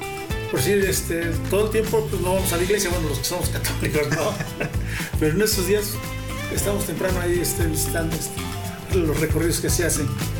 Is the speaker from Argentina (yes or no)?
no; Mexico